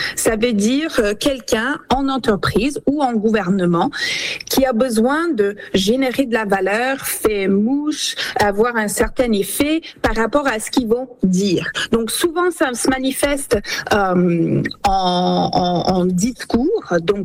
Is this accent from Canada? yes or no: yes; Alberta, Canada; moved away as an adult; also born or lived in Calgary / Toronto; now in Paris, France; j'ai grandi en Alberta, dans une famille mormone, l'aînée de 10 enfants, mais j'ai toujours eu envie d'une grande ville. Donc d'abord c'était Calgary, ensuite Toronto